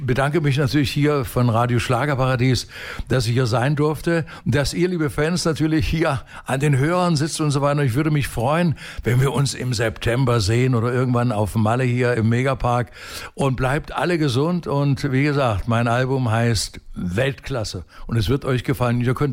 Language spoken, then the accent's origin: German; Magdeburg, Saxony-Anhalt, Germany; ich komme ja aus Magdeburg